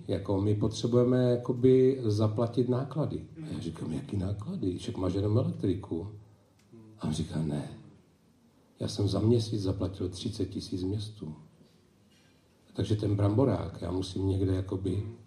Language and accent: Czech; Ostružná, Olomouc Region, Czechia; jsem jeseničák a víceméně svoje mládí jsem strávil v Petříkově v Ostružné a na horách a mám k tomu velmi kladný vztah.